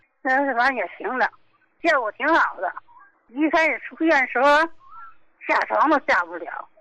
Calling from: Qinhuangdao, Hebei, China; 我是秦皇岛的，我今年68了。

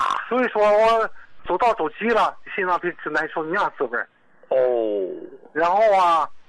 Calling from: Dalian, Liaoning, China; 我是大连的。

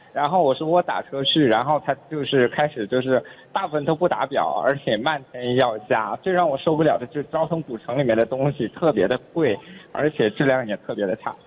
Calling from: Beijing, China; 我是从北京过来的

